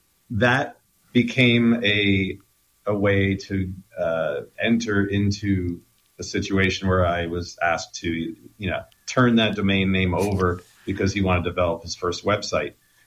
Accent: New Jersey, United States; We're both from New Jersey.

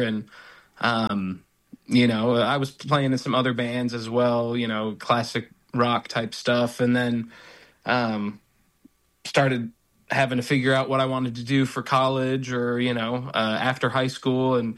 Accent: Plymouth, Minnesota, United States; moved away; Well, I'm from Minnesota originally, right around the Twin Cities, St. Paul, Minneapolis. I grew up in a suburb called Plymouth.

